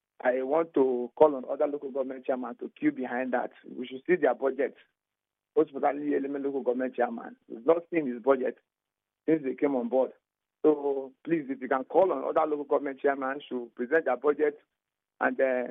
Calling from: Akpajo, Rivers, Nigeria; I'm calling from Akpajo.

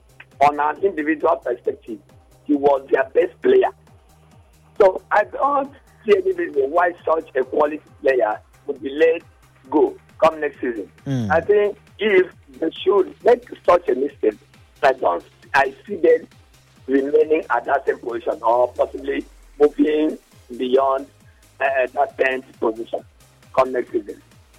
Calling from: Port Harcourt, Rivers, Nigeria; I'm calling from Port Harcourt.

